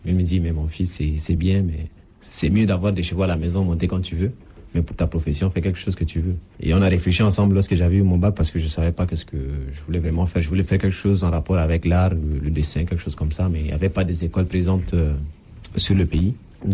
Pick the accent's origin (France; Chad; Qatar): Chad; N'Djamena; born there; comme je suis né en N'Djamena, j'étais coupé de ma racine culturelle, en fait.